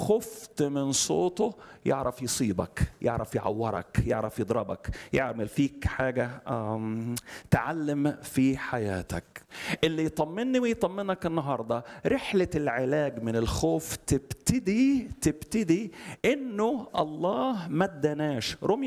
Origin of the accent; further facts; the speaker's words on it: Alexandria, Alexandria Governorate, Egypt; also born or lived in Upper Egypt; انا اسكندراني صعيدي بس اسكندراني.